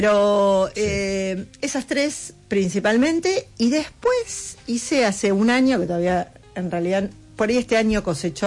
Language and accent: Spanish; Buenos Aires, Argentina; Yo soy de San Telmo, sí.